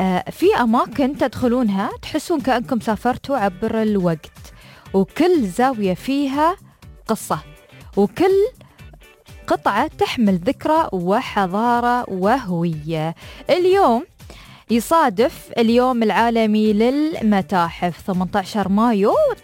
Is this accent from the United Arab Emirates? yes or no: yes; United Arab Emirates